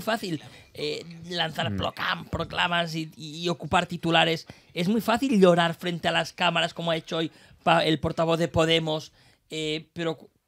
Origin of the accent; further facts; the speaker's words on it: Spain; somos muchos los españoles que pagamos alquiler